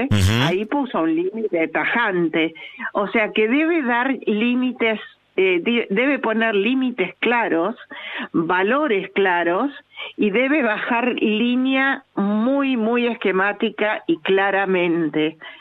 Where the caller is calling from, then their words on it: Acasuso, Buenos Aires Province, Argentina; de Acasuso.